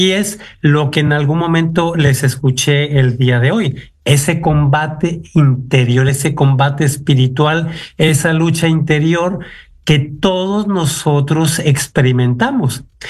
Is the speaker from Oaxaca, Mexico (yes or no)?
no; Aguascalientes, Mexico; moved away as an adult; also born or lived in Colombia / Spain / Rome / Ecuador; yo soy de Aguascalientes, México, y empecé en el seminario hace 40 años. Empecé en el seminario a mis 18 años